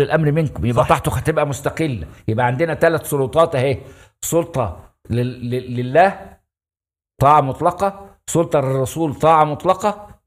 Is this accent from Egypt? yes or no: yes; Egypt